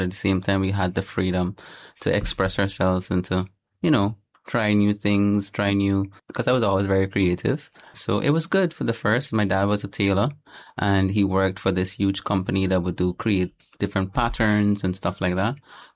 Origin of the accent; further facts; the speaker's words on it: Trinidad & Tobago; also born or lived in Guyana; Growing up in Trinidad was pretty good. It was a different experience. To be honest, I was very young.